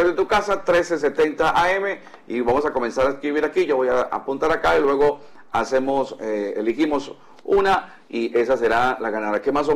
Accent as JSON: {"language": "Spanish", "country": "Colombia"}